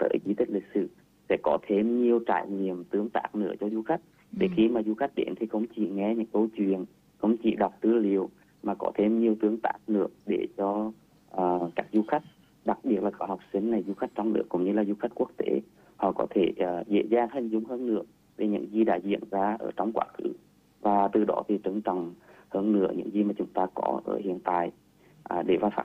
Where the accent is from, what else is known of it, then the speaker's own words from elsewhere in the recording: Quảng Trị, Vietnam; khi Quảng Trị được tiếp đón rất là nhiều các vị du khách đến từ muôn phương về thăm quê hương em.